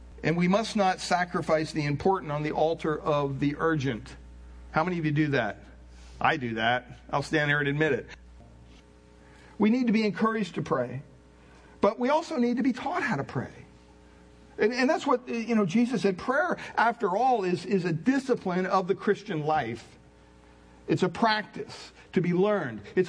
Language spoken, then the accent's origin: English; United States; as an American